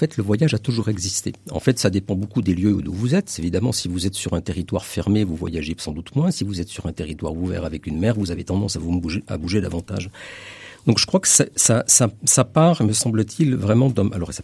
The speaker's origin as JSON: {"language": "French", "country": "Switzerland", "moved": "as an adult", "lives_now": "Gennes-Val-de-Loire, France", "said": "Moi, je suis suisse, donc je suis pas très loin de chez vous, Pascal."}